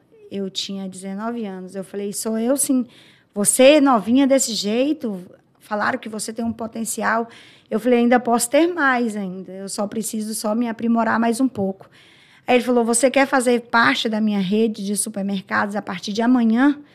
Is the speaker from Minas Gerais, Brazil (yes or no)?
yes; Nanuque, Minas Gerais, Brazil; Eu sou de Nanuc, nasci e criei aqui em Nanuc.